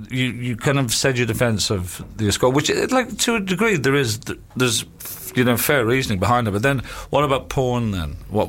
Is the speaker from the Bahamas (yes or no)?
no; Ireland; I'm Irish